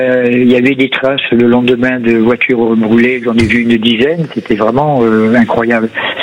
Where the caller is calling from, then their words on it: France; simplement parce que je suis Français